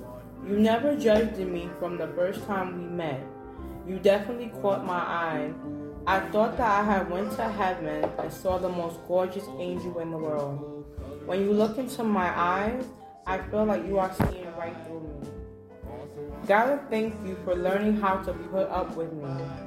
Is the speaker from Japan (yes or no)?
no; New York, United States; I'm 31 years old and I'm from the Bronx, New York.